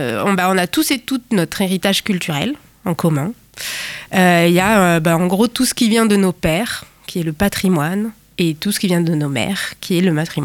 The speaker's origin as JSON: {"language": "French", "town": "Toulouse", "region": "Occitanie", "country": "France", "tie": "born or raised there", "moved": "yes", "lives_now": "Rennes, France", "said": "moi je suis toulousaine et je viens du Mirail, un quartier populaire, j'ai grandi toute mon enfance là-bas. De deux, dans ma vie personnelle, je déménage à Maurepas, il se trouve, dans 15 jours."}